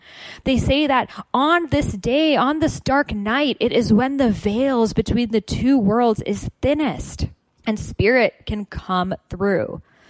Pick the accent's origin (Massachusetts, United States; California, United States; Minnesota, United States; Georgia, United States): Massachusetts, United States; Boston; I know for me, growing up in Boston, which is very close to Salem, Massachusetts, which is where the original witch trials happened.